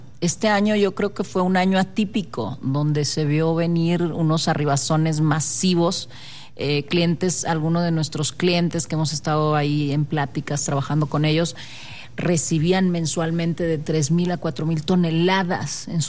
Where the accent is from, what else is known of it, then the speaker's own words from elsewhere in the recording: Monterrey, Nuevo León, Mexico; moved away as an adult; now in Quintana Roo, Mexico; Soy de Monterrey, Nuevo León, pero digo quintanarruense de corazón porque me adoptó el estado hace 8 años y soy una, una total ciudadana quintanarruense que está enamorada del Caribe mexicano